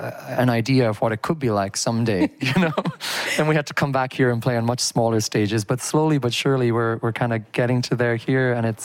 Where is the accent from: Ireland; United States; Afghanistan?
Ireland; also born or lived in China; now in Berlin, Germany; I'm from Ireland, but I had been living in China for a very long time. Mm-hmm. And so I wanted to come closer to home.